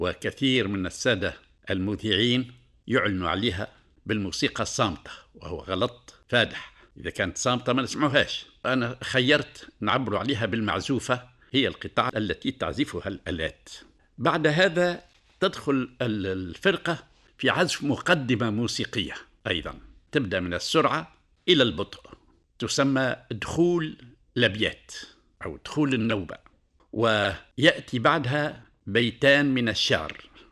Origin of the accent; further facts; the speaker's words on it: Tunisia; احنا عندنا في تونس